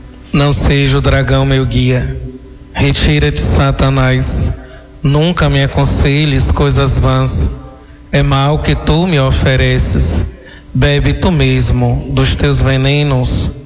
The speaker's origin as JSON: {"language": "Portuguese", "region": "Northeast Region", "country": "Brazil", "said": "sobretudo nós que somos nordestinos"}